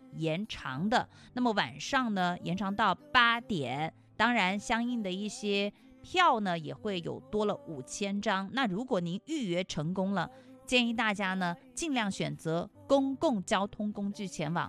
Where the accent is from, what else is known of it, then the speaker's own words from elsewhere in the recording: Hunan, China; 这才是我们湖南人的热血端午。